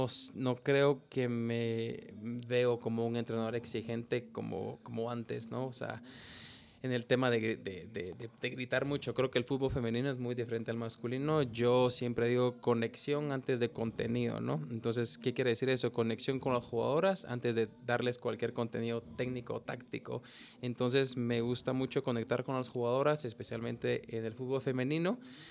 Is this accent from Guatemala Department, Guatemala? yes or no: yes; Guatemala City, Guatemala Department, Guatemala; como buen guatemalteco. Yo, bueno, crecí ahí por la Universidad de San Carlos